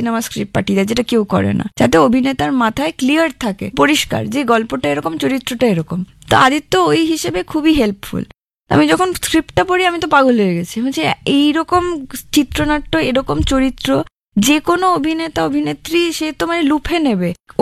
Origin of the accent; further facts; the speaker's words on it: West Bengal, India; তো সেই ক্ষেত্রে আই গট লাকি যে আমি বাঙালি।